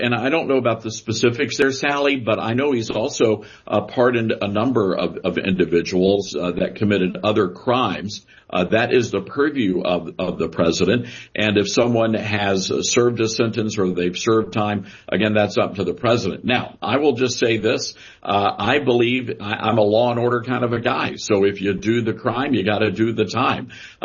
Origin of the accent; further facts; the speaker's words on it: Memphis, Tennessee, United States; I am from Memphis, Tennessee, and I'll be flying back home tomorrow. And Memphis is my hometown.